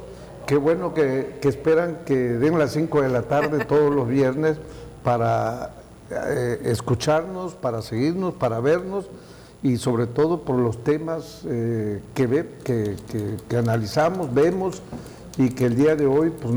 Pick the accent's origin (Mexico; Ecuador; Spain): Mexico